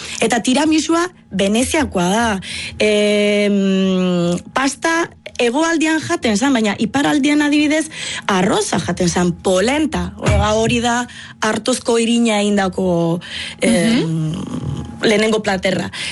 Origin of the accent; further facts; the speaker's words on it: Florence, Tuscany, Italy; moved away; ba ni Firentzekoa naiz, eta Toskanan dago Firentze, dakizuen bezala